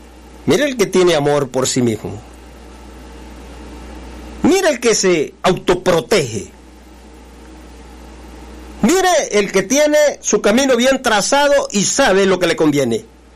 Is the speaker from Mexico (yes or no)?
no; El Salvador; moved away; es mi tierra, El Salvador, pero fíjese que yo aquí vivo, pero mi familia es la que vive allá. Mis amigos son los que viven allá. La gente con la que yo crecí es la que vive allá.